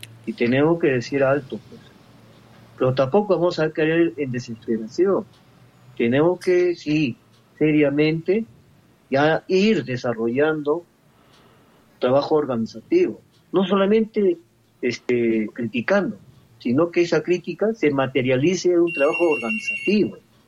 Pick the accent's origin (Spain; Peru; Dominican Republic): Peru; tenemos que enarbolar, ¿no?, como peruanos